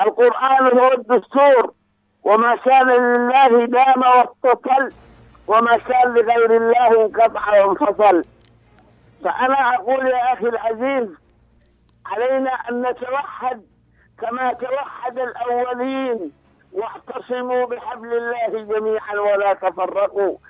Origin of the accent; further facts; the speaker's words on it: Al-Shihr, Hadhramaut, Yemen; من الشحر.